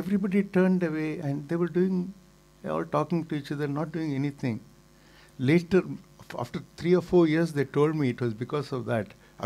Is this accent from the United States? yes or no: no; South India, India